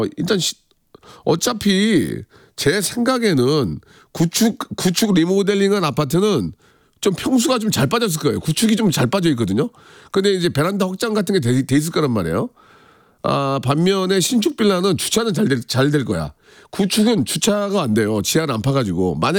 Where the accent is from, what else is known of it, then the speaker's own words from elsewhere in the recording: Gunsan, North Jeolla, South Korea; 군산은, 아, 제 고향입니다만은